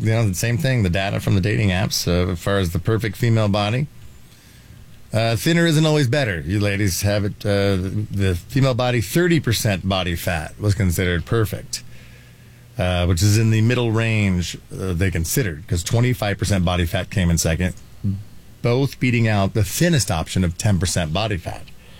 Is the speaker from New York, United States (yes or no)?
no; Atlanta, Georgia, United States; You know I'm from Atlanta, home of Georgia peaches.